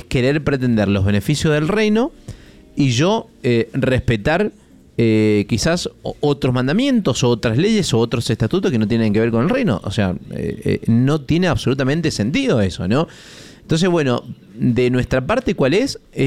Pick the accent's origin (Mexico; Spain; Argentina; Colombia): Argentina; eso nos identifica también como argentinos